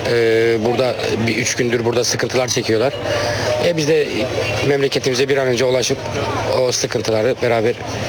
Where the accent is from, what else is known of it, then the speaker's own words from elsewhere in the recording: Cyprus; Evet, ben doğma büyüme Kıbrıslıyım. Orada çalışıyorum aynı zamanda.